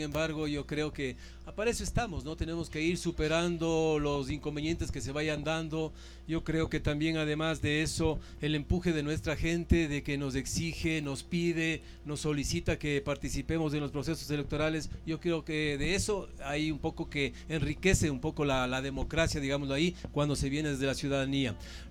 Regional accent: Ecuador

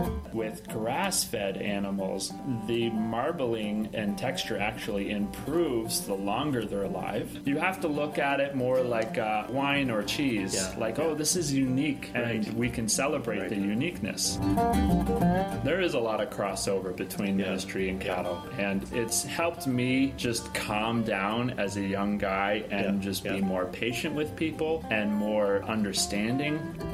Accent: Meaford, Ontario, Canada; moved away as an adult; also born or lived in Barrie, Ontario; now in Goose Bay, Canada; Well, I grew up in a little place called Meaford, Ontario.

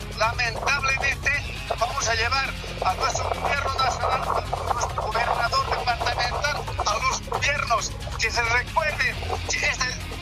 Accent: Pucarani, La Paz, Bolivia; Hoy me encuentro en subcentral Chocasive, y es mi pueblo, central agraria de Quiripujo, y perteneciente al municipio de Pucarani. En este momento estoy consternado en mi pueblo y en Ciudad del Alto.

